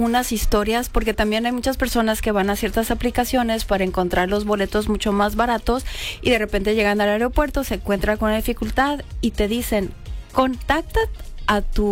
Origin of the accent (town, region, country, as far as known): Mexico